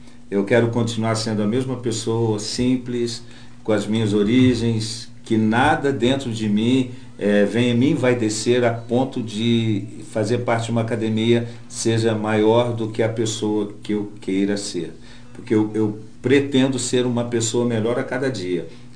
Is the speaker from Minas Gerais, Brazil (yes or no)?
yes; Santos Dumont, Minas Gerais, Brazil; now in Cabo Frio, Brazil; eu sou de Santos Dumont, tenho orgulho de ter nascido lá